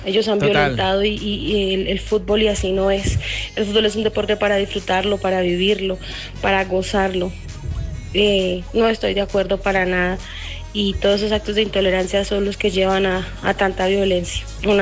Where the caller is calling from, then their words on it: Colombia; somos colombianos, sí.